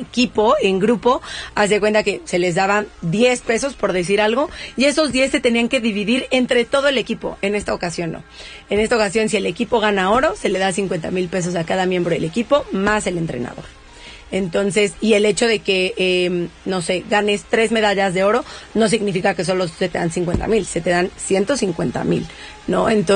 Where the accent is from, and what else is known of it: Mexico